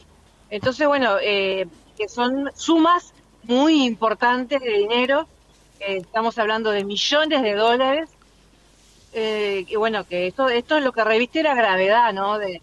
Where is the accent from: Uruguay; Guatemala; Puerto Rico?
Uruguay; Colonia; nos vamos a Colonia, en nuestro departamento